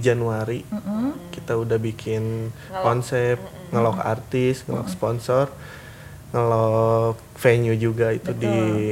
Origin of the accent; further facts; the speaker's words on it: Bandung, West Java, Indonesia; Saya asli anak Bandung.